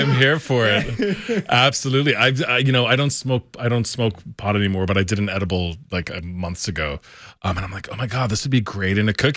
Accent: Newfoundland and Labrador, Canada

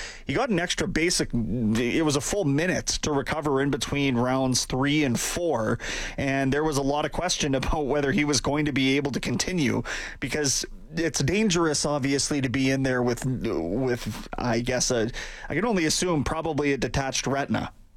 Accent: Canada; as a Canadian

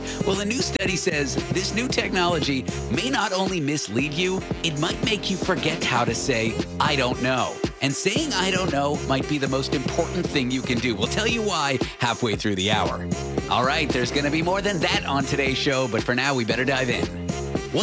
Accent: Toronto, Ontario, Canada; now in New York, United States; I'm from Toronto, Canada. That's my hometown. Live in New York now.

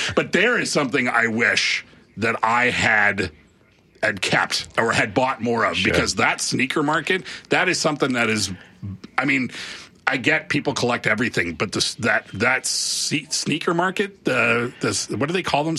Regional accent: Montreal, Quebec, Canada; also born or lived in Toronto; growing up in Montreal and Toronto, and basketball was a big deal.

